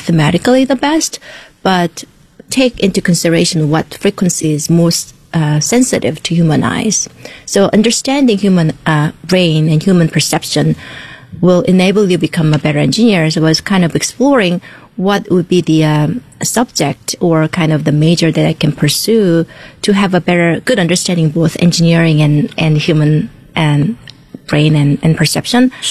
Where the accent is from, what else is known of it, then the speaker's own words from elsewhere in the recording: South Korea; I mean, I think growing up in South Korea, I didn't know what are the career options that I had.